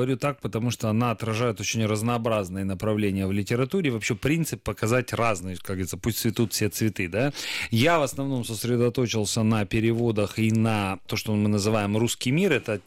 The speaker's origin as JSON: {"language": "Russian", "town": "Sevastopol", "region": "Crimea", "country": "Ukraine", "tie": "born or raised there", "said": "я честно говорил, я из Севастополя."}